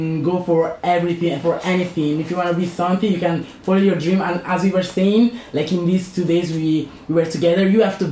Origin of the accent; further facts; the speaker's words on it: Italy; English is a second language; were born in Italy, we grew up in Italy, we studied in Italy, we speak Italian